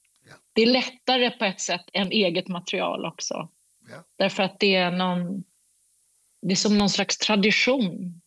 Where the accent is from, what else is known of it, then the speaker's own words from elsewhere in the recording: Sweden; och han är från Kanada och jag är från Sverige, och han är född närmare min mamma än mig. Vi har olika kultur, olika religion.